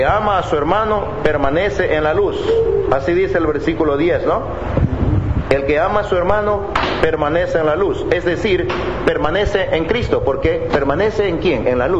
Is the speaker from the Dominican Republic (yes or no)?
no; United States; Spanish is a second language; moved away; yo soy gringo, yo tengo una excusa.